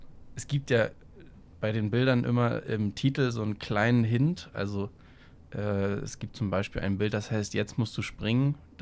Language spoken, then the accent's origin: German; Brandenburg, Germany; moved away; Und ich komme aus der Prignitz. Das ist der am undichtesten besiedelste Landkreis Deutschlands, am dünnsten besiedelste Landkreis Deutschlands. Und da ist wirklich nichts. Also das ist niemands Land.